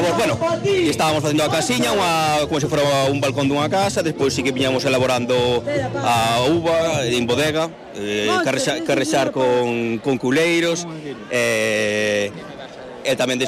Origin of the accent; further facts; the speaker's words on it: Leiro, Galicia, Spain; somos de Gomariz, pero tamén somos de Concello de Leiro